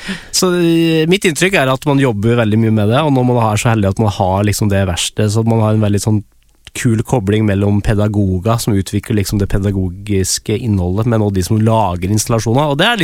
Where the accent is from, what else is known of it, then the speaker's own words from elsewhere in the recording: Innlandet, Norway; born there; For jeg har I hvert fall vokst opp med at jeg leste I Oppland Arbeiderblad